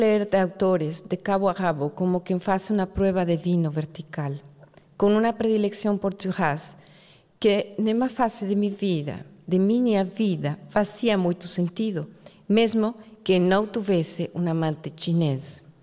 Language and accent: Portuguese; Mexico City, Mexico; Portuguese is a second language; Cresci na Cidade de México, rodeada de livros.